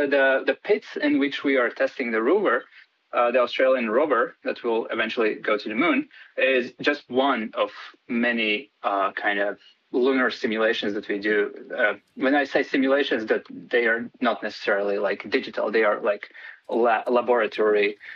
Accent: Latvia; English is a second language; moved away as an adult; I'm originally from Latvia. I'm doing my PhD here, and I live here for the last 3 years, and I love your beautiful country.

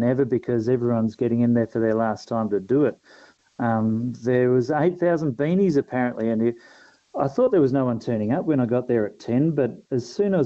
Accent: Darwin, Northern Territory, Australia; Well, I'm from Darwin, so I've got no right to tell them what to do.

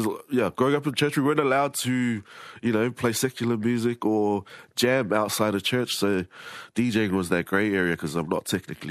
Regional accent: Logan, Queensland, Australia; also born or lived in New Zealand; I was born in New Zealand, though. So I acknowledge New Zealand, and then I grew up in Australia, so proud of my roots in Logan. Shout out to Logan.

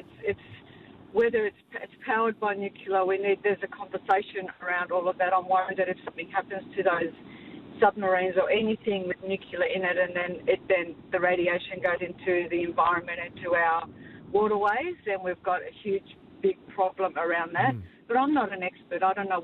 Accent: Australia; I feel as an Australian who comes from a different country.

